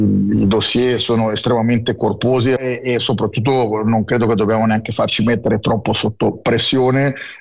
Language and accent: Italian; Ticino, Switzerland; come ticinesi